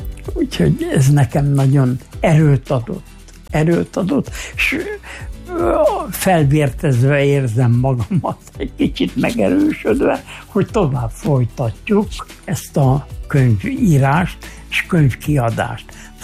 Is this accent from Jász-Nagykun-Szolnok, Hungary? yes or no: no; Gávavencsellő, Szabolcs-Szatmár-Bereg, Hungary; moved away; most voltam otthon Gáván